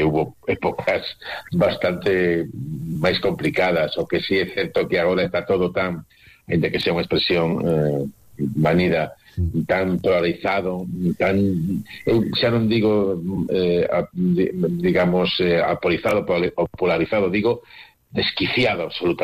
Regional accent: Galicia, Spain; Eu son máis das Rías Baixas, vivo ali

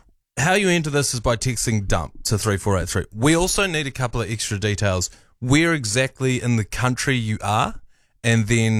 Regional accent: Canterbury, New Zealand; moved away; I don't bother telling people where I'm from up here, like just South Canterbury.

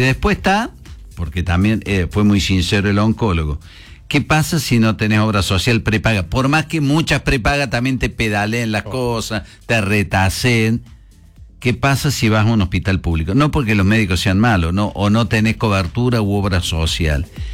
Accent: Argentina

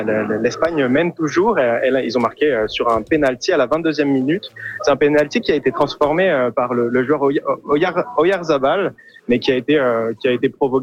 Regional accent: France; accent: French; now in Sept-Îles, Canada; vous l'entendez à mon accent. Moi, je suis français.

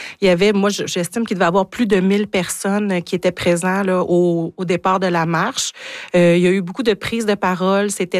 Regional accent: Quebec, Canada

